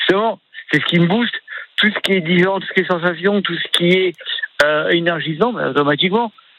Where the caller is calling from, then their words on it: Île-de-France, France; Bah moi, je suis en Île-de-France depuis au moins 1000 ans en arrière.